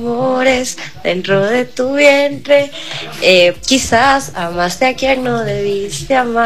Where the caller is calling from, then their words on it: Riobamba, Chimborazo, Ecuador; de Riobamba.